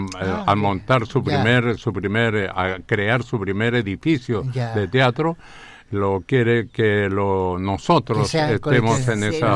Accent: Los Ángeles, Biobío, Chile; born there; mi ciudad, que yo la quiero mucho, mucho. Bueno, nací en Los Ángeles

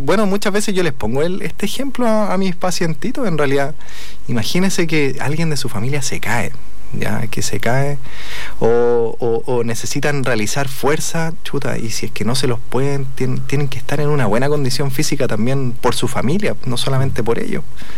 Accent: Santiago, Santiago Metropolitan Region, Chile; now in Bulnes, Chile; yo soy de Santiago, estoy aquí erradicado.

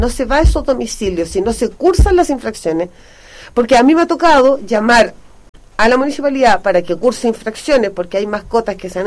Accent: Chile; lamentablemente somos chilenos

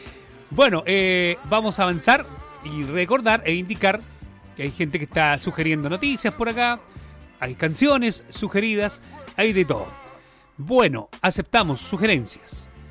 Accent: Chile; ¿Sí o no? Así somos los chilenos.

